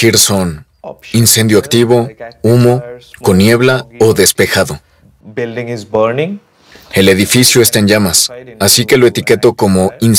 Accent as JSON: {"language": "Spanish", "town": "Kolkata", "region": "West Bengal", "country": "India", "second_language": "Spanish", "moved": "as an adult", "lives_now": "Germany", "said": "Soy de Calcuta, India. Tengo 29 años y ahora mismo estoy haciendo mi maestría aquí en Alemania."}